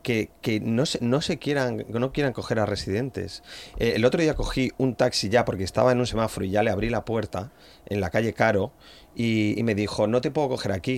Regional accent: Spain; no se paran porque me ven que soy español y voy a hacer un trayecto que no les interesa económicamente.

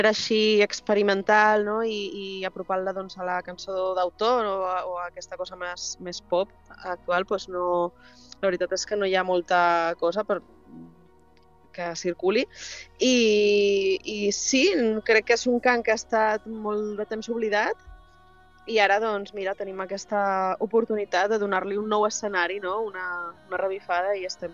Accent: Ibiza, Balearic Islands, Spain; jo soc eivissenca, però no tenia família d'allà

